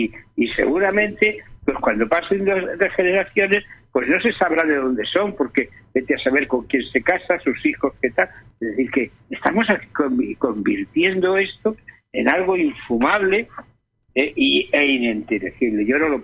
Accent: Catalonia, Spain; born there; siendo un catalán, nacido en Cataluña y gustándole Cataluña y queriendo a Cataluña

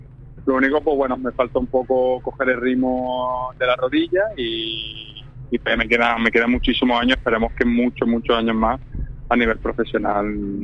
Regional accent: Almería, Andalusia, Spain; moved away; intentar al baloncesto de mi tierra y poner a Almería en el mapa nacional del baloncesto

